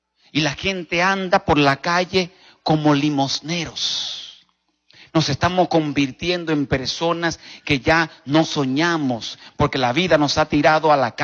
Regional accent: Dominican Republic; moved away; en mi país, República Dominicana, donde yo nací, me crié

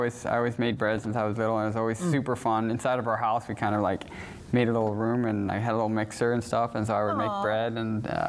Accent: Ohio, United States; We're coming from Ohio.

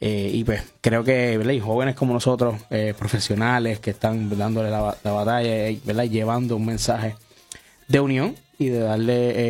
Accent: Dorado, Puerto Rico; y yo desde Dorado, ¿verdad? De Dorado, paraíso de Puerto Rico. Tengo que ponerlo en el statement, ¿verdad? Porque ese es mi pueblo.

